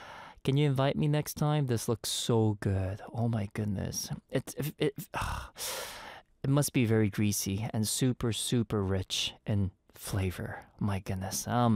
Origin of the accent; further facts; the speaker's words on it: Montreal, Quebec, Canada; moved away; my home back in Montreal.